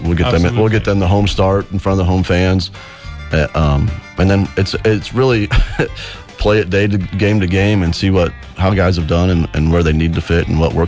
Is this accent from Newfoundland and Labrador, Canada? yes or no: no; Yorkton, Saskatchewan, Canada; I tell you, I'm from Yorkton, and we're not nearly as green in Yorkton with the grass and the trees as you guys are here.